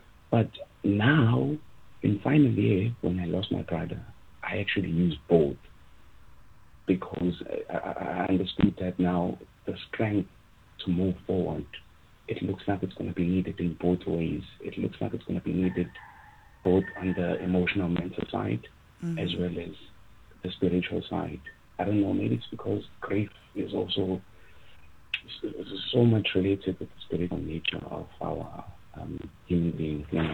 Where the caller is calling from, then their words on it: South Africa; I guess it's proper in South Africa.